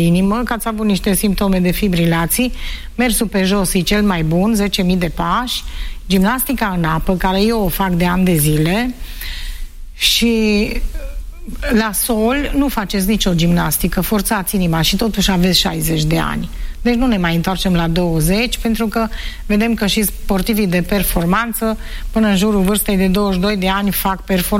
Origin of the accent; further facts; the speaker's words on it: Romania; noi suntem români